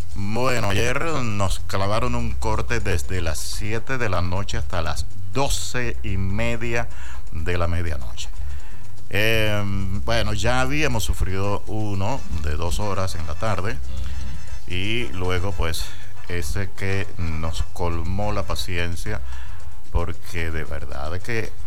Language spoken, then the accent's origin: Spanish; Venezuela; los venezolanos estamos aquí pasando roncha